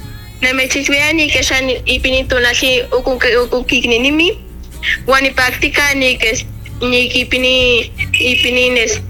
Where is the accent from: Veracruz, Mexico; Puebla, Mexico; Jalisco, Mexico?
Puebla, Mexico; Xilocuautla; tengo 20 años y soy originaria de Xilocuautla.